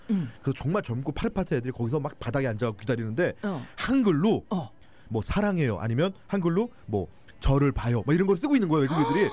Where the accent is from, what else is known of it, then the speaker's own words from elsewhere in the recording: California, United States; 제가 캘리포니아에서 왔다가 두 번을 사람들이 물어본 게 있었는데